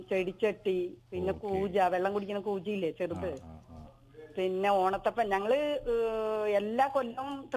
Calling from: Chalakudy, Kerala, India; ചാലക്കുടി ഞങ്ങളുടെ വീട് തിരുത്തിപ്പറമ്പ് അന്നല്ലൂര് എന്ന് പറയും.

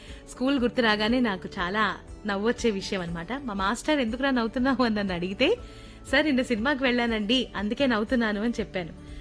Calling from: Proddatur, Andhra Pradesh, India; ప్రొద్దుటూరు, కడప జిల్లా నుంచి.

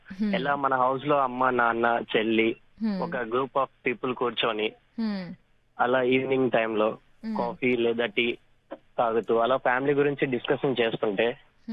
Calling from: Hyderabad, Telangana, India; Ma'am, ఇక్కడ RTC cross road నుంచి మాట్లాడుతున్నాము, హైదరాబాద్.

